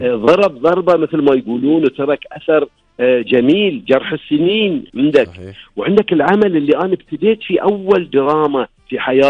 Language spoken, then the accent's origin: Arabic; Kuwait